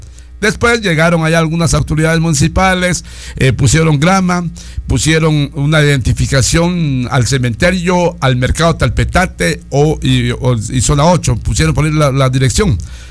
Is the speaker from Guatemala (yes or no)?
yes; Guatemala; y mis raíces por parte de mi señor padre vienen de México. Mis raíces por parte de mi señora madre, somos hasta la pura madre, pues, somos guatemaltecos, sí señor. Mi señora madre es 100% chapina, nacida en estas tierras, quechíes, estas tierras quechíes